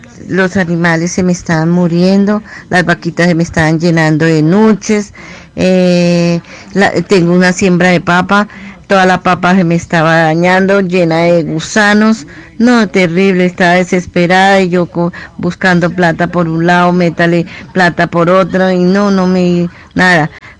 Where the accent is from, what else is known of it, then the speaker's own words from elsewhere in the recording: Garagoa, Boyacá, Colombia; soy de Garagoa